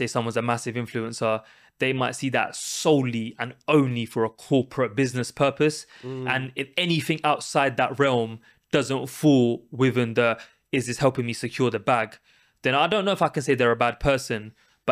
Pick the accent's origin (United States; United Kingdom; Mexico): United Kingdom; I'm also a proud Brit. You know what I'm trying to say? I'm British as well.